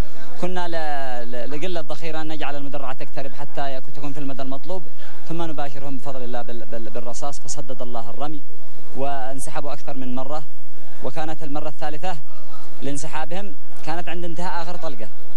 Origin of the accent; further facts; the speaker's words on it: Yemen; أنا يمني حر